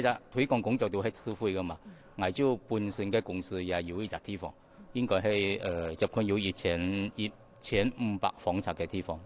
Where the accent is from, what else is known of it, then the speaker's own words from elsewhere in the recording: Malaysia; 仲有我哋马来西亚人喜欢喜欢系一样东西，客家酿酒。